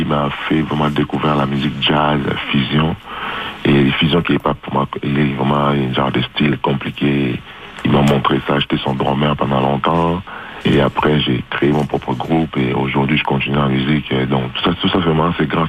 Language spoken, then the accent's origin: French; Canada; surtout parce que j'habite au Canada, je suis canadien.